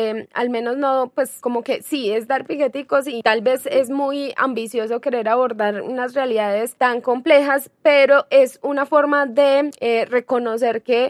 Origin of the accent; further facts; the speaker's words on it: Bello, Antioquia, Colombia; now in Medellín, Colombia; no es mi territorio porque yo soy de Bello, pero habito en él